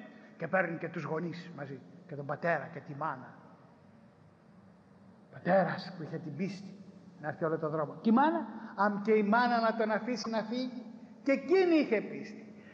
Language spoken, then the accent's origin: Greek; Piraeus, Attica, Greece; Θυμάμαι όταν ήμουν μικρός, στον Πειραιά έχω γεννηθεί.